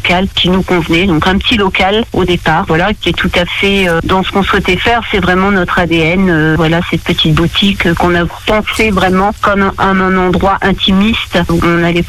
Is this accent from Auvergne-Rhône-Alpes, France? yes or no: no; Alençon, Normandy, France; nous sommes originaires d'Alençon.